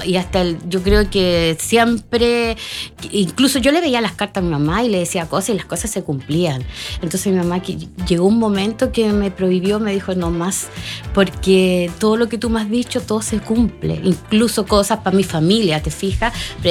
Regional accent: Santiago, Santiago Metropolitan Region, Chile; Yo soy de Santiago.

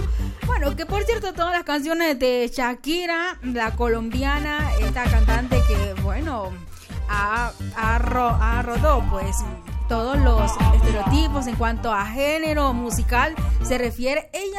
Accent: Honduras; la punta que nos identifica a nosotros como hondureños.

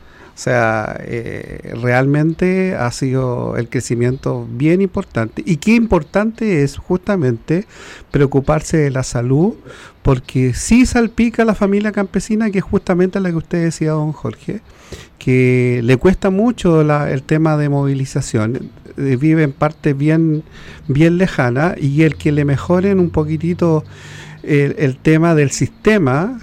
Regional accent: Santiago, Santiago Metropolitan Region, Chile; moved away; yo lo digo como santiaguino de tomo y lomo

